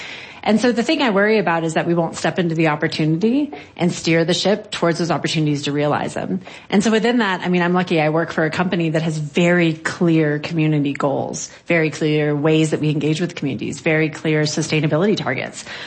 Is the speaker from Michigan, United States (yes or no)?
no; Texas, United States; I'm from Texas.